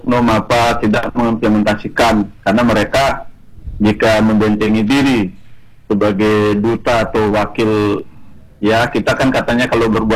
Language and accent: Indonesian; Bali, Indonesia; kami sebagai warga Bali